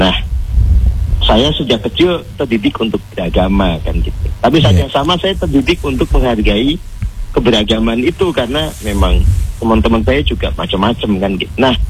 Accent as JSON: {"language": "Indonesian", "town": "Magelang", "region": "Central Java", "country": "Indonesia", "tie": "born or raised there", "also_born_or_lived": "Cirebon / Bali", "said": "Jadi kan saya ini masa kecil itu dulu pernah di Kota Magelang, Bung Sabil. Kemudian juga pernah di Cirebon, pernah di Bali ya."}